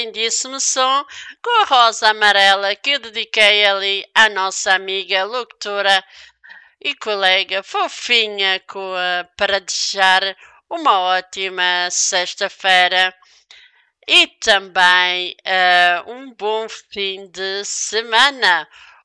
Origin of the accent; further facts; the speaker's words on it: Madeira, Portugal; Também para a Ilha da Madeira, para a minha terra natal.